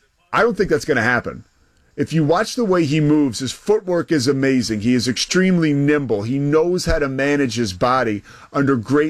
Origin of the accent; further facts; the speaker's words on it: Villanova, Pennsylvania, United States; When I was a kid, I grew up right around Villanova University, and my mom worked at the school